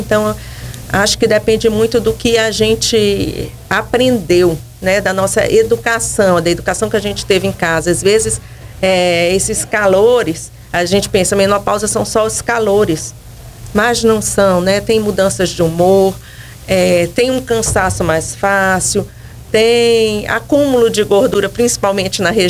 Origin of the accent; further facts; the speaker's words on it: Belém, Pará, Brazil; moved away as an adult; now in Uruaçu, Brazil; Eu nasci em Belém, formei lá na UFPA e fiz residência também lá na Santa Casa.